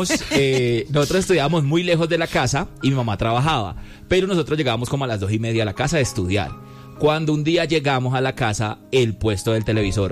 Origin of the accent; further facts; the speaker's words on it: Cali, Valle del Cauca, Colombia; Es que crecí en Manuela Beltrán. Manuela Beltrán en Cali. Es un barrio súper pesado, para los que conocen.